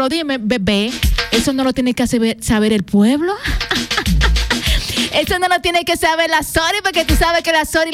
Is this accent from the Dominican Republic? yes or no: yes; Dominican Republic